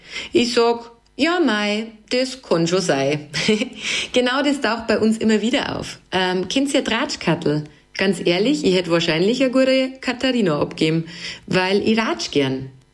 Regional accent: Bavaria, Germany; Bei uns in Bayern, naja, da hängt oft ein Grinsen dran.

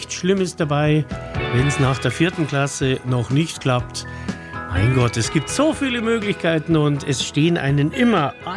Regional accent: Bavaria, Germany; Bin ja auch ein Niederbayer

